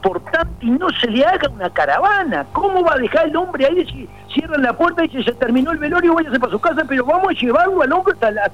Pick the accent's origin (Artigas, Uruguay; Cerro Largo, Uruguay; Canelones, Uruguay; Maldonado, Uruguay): Maldonado, Uruguay; yo soy de Maldonado.